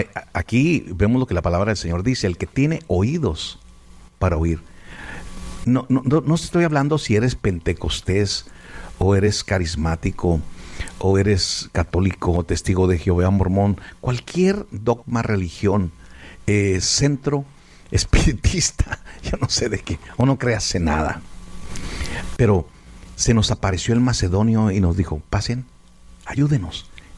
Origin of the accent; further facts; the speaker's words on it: Ciudad Juárez, Chihuahua, Mexico; moved away; also born or lived in United States; no somos de Los Ángeles, estamos en Los Ángeles. En cada estado que estamos, nosotros somos de Ciudad Juárez.